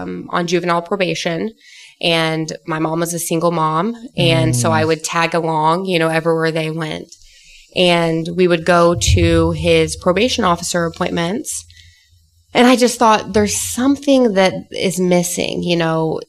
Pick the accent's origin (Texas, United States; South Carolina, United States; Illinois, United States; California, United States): Illinois, United States; Jerseyville; moved away as an adult; now in Evansville, United States; it's Jerseyville, Illinois. It's about 50 miles north of St. Louis. It's a very small farming community. In fact, we had one middle school, one high school.